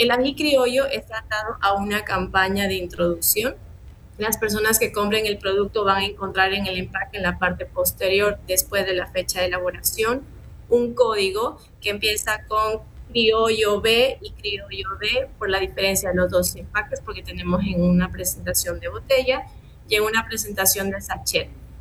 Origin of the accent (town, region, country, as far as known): Ecuador